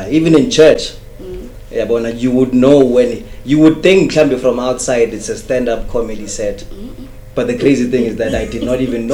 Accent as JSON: {"language": "English", "town": "Carletonville", "region": "Gauteng", "country": "South Africa", "tie": "born or raised there", "said": "But I grew up in Wete"}